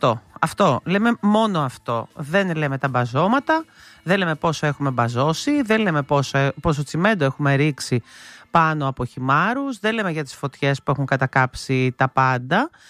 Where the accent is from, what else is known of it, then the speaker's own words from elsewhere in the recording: Palairos, West Greece, Greece; στο χωριό μου, στην Πάλερο